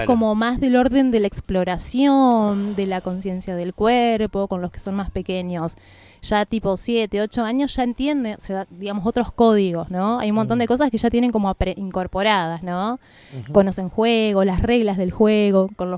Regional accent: Paraná, Entre Ríos, Argentina; mi número telefónico es 343, porque yo vengo de Paraná, esa es la característica.

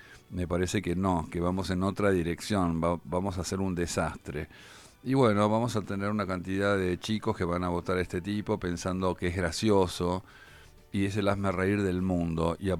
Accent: Argentina

